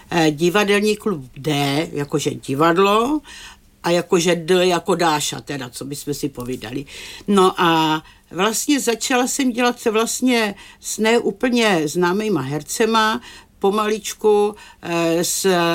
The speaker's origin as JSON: {"language": "Czech", "town": "Turnov", "region": "Liberec Region", "country": "Czechia", "said": "který pro Turnov, protože pocházíme z Turnova, za Totáče vymyslel takový pořad"}